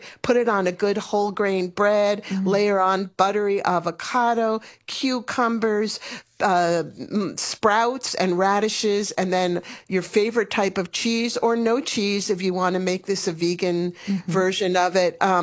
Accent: New York, United States; born or raised there

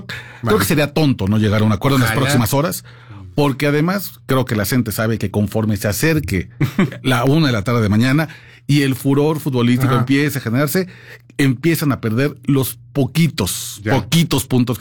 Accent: Mexico City, Mexico; Estamos muy aceitados, y como chilangos, la verdad es que ya conocemos bien.

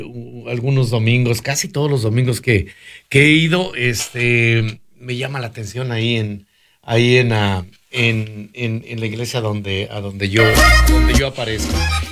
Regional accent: La Concepción, Jalisco, Mexico; yo iba a hacer mi primera comunión allá, en la Concepción, Jalisco, municipio de Ayotlán, sí señor, también de Jalisco

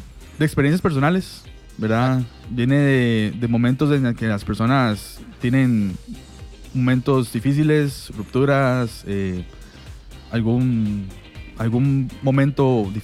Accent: San José, Costa Rica; Bueno, nosotros somos de San José, los tres, en realidad.

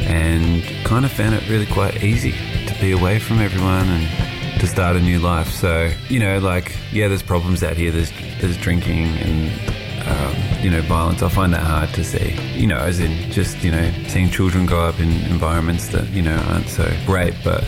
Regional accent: Ocean Grove, Victoria, Australia; also born or lived in Charters Towers; I was born in Charters Towers in Queensland, but I spent most of my childhood and my life living in Victoria, in a place called Ocean Grove, just about 20 minutes out of Geelong.

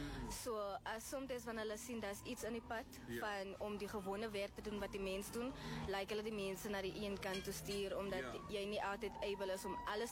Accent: Cape Town, Western Cape, South Africa; Ek is van Makassar in die Kaapstad.

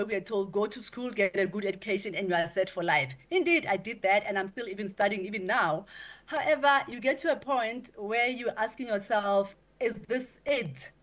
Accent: Zeerust, North West, South Africa; moved away; you move from high school, from a rural area, I'm from Zirast in the Northwest

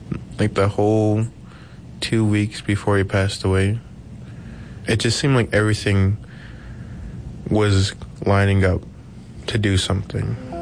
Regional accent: Browning, Montana, United States; now in Missoula, United States; I'm Blackfeet from Browning, Montana. I'm from the Blackfeet Reds and I reside here in Missoula.

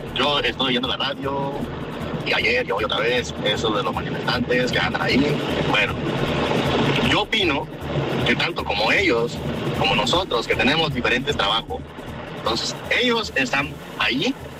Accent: Mexico; uno como mexicano

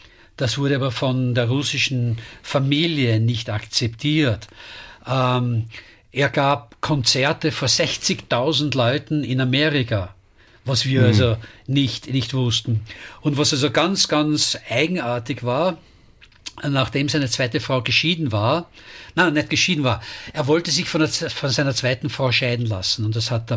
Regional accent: Vienna, Austria; Pass auf, als Wiener kann man bereits Walzer tanzen, wenn man geboren wird.

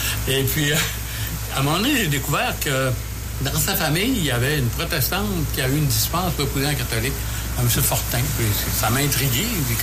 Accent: Quebec, Canada; now in Quebec City, Canada; Oui, je viens de Lac-Saint-Jean, mais on demeure à Québec depuis une trentaine d'années.

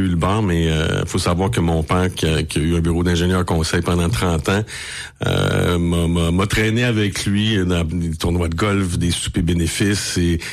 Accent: Quebec City, Quebec, Canada; born there; also born or lived in Trois-Rivières; Moi, je suis né à Québec en 1967. Mais à l'époque, mon père était ingénieur de formation, puis à l'époque, travaillait pour des pétrolières, puis on était souvent transférés d'une ville à l'autre. Donc, transféré à Québec, c'est là que j'y suis né.

